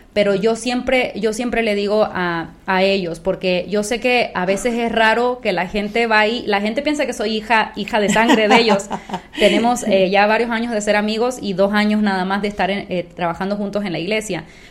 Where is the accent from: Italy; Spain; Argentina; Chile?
Argentina; Soy argentina.